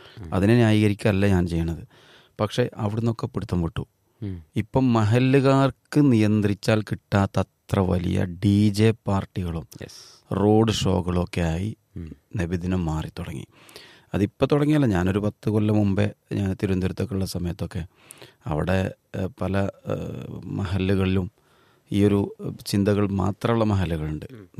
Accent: Kerala, India; മലയാളികളാണ് നമ്മള്

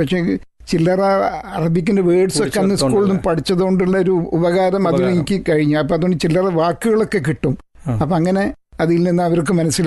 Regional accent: Kozhikode, Kerala, India; moved away as an adult; Kozhikode Kuttichira

